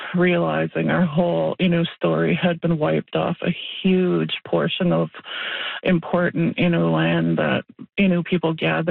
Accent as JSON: {"language": "English", "area": "Natuashish", "region": "Newfoundland and Labrador", "country": "Canada", "tie": "born or raised there", "said": "Growing up in Nutchmeet, my life revolved around the Innu spirituality."}